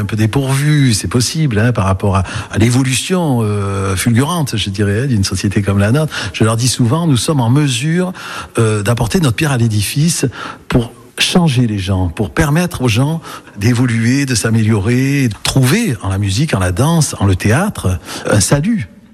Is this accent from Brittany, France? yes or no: no; Marseille, Provence-Alpes-Côte d'Azur, France; accent: Marseille; also born or lived in Toulouse / Gulf of Saint-Tropez; now in Sens, France; Je suis né à Marseille, j'ai passé 10 ans à Toulouse avant de venir ici, puis dans le golfe de Saint-Tropez aussi avant.